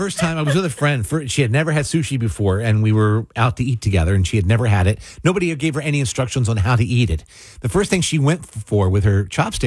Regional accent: Mays Landing, New Jersey, United States; I was born in Atlantic City, raised in Maze Landing.

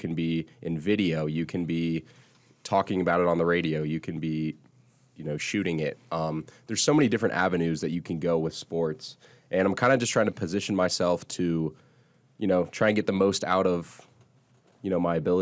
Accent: Charlotte, North Carolina, United States; I'm from Charlotte, North Carolina.

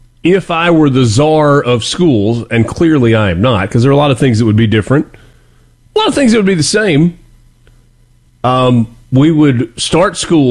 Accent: Oxford, United States; where I grew up in Oxford

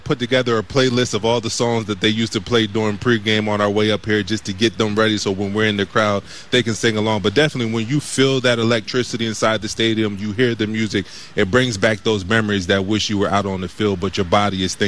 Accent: Delaware, United States; also born or lived in Camden, New Jersey; now in Texas, United States; I'm actually from Camden. So I was born in Camden. I moved to Delaware, and I was raised there. But it's hard to get back to the East Coast now that we live in Texas. We've been living there for 10 years.

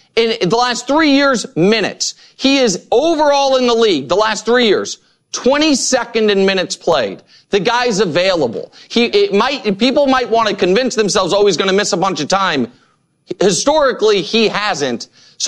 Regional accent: Kansas City, United States; the reason I'm a LeBron James fan, I'm from Kansas City. We didn't have a team.

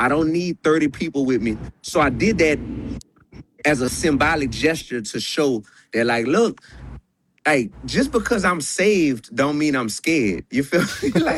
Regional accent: New Orleans, Louisiana, United States; I'm from New Orleans

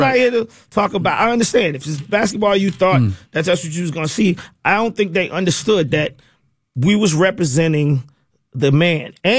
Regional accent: College Park, Georgia, United States; I'm from College Park, me and Dallas Austin.

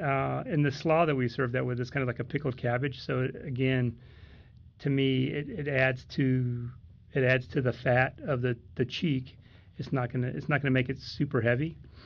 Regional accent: California, United States; moved away; Growing up, I grew up in California

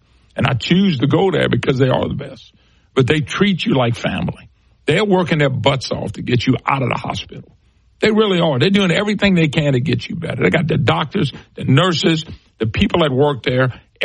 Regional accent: Baton Rouge, Louisiana, United States; born there; now in Lafayette, United States; but I was born in Lady of the Lake in Baton Rouge. Born in Lady of the Lake, so it was my bride from the same area.

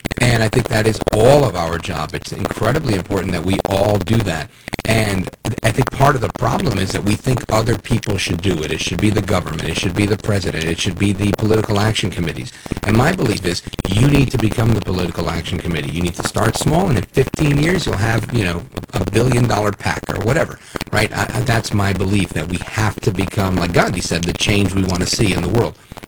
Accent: Brooklyn, New York, United States; Number one, I grew up in Brooklyn, New York, with a lot of Jewish people, but there were also a lot of Muslims, a lot of Haitians, a lot of people of many different faiths and many backgrounds.

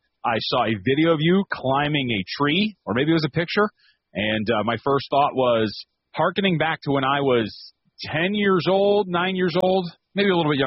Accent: Las Vegas, Nevada, United States; growing up in Vegas, there's not that many trees

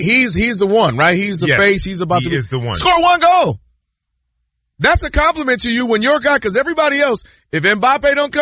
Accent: Ann Arbor, Michigan, United States; bro, I'm from Ann Arbor. I watched every snap.

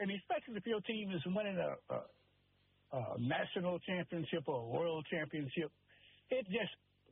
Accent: Baltimore, Maryland, United States; I'm from Baltimore. We've had 2 world champions in football

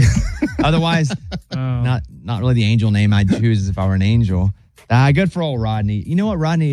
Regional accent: Mountain Pine, Arkansas, United States; I grew up around Mountain Pine, around Arkansas

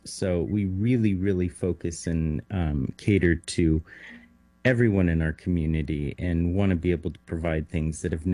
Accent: Bakersfield, California, United States; We were born and raised in Bakersfield, and coming on the weekends, stopping at Jocko's to eat and McClintock's back in the day

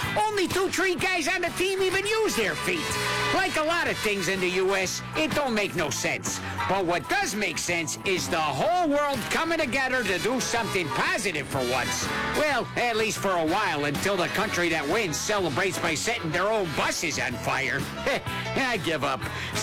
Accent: Chicago, Illinois, United States; At least soccer's what I called it growing up in Chicago.

